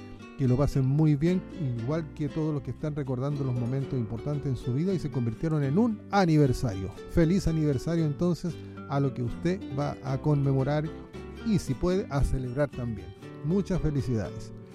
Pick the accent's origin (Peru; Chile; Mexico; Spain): Chile; nosotros los chilenos, somos un país sísmico